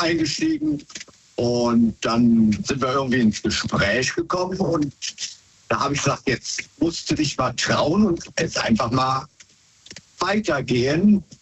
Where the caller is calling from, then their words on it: Wesseling, North Rhine-Westphalia, Germany; Aus Wesseling.